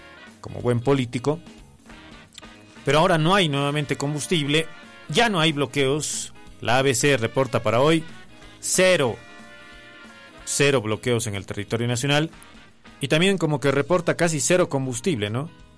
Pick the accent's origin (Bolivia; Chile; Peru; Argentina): Bolivia; como bolivianos, como pueblo boliviano